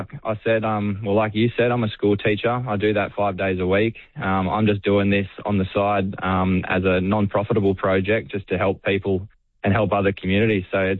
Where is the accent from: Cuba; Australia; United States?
Australia; Bonnie Hills, New South Wales; I'm from Bonnie Hills, mid-north coast